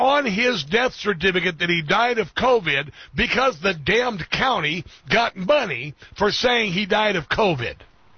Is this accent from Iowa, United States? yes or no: yes; Iowa, United States; Iowa boy here, by the way.